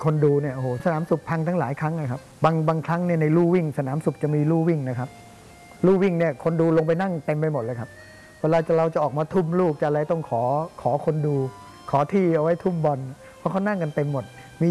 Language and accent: Thai; Phitsanulok, Thailand; ผมเป็นคนพิษณุโลกก็ได้ฝึกฝนจากพ่อบุญธรรมเยอะเด็กบ้านนอกนะครับ